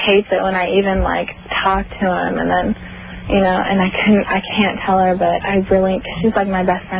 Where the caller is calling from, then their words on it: Clackamas, Oregon, United States; Clackamas, Oregon.